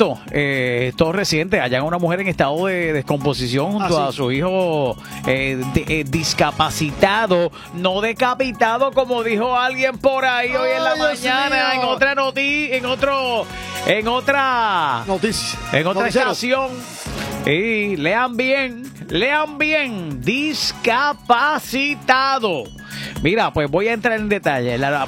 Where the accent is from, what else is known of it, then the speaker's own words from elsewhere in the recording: Moca, Puerto Rico; No, yo no soy de allá. Yo soy un jíbaro de Moca y a mucho orgullo.